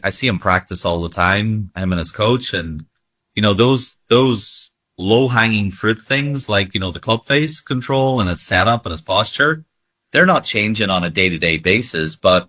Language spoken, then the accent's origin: English; Ireland; moved away as an adult; now in Florida, United States; Growing up where we grew up in Ireland on links courses or even the, you know, the parkland courses